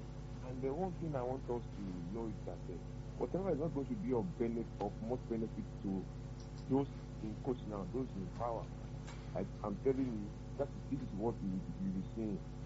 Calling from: Abuja, Federal Capital Territory, Nigeria; calling from Abuja.

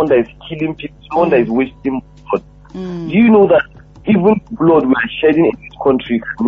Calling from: Nigeria; I'm calling you from Sawmill.

